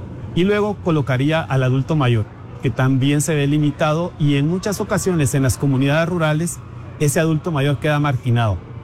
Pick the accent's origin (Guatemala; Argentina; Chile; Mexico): Guatemala; San Agustín Acasaguastlán, El Progreso; Personalmente soy de San Agustín, Casahuastlán